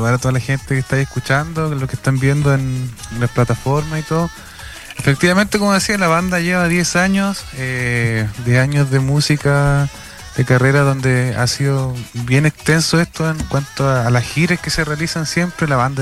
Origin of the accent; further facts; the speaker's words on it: Puerto Montt, Los Lagos, Chile; yo soy de Puerto Montt, trabajo en Puerto Montt.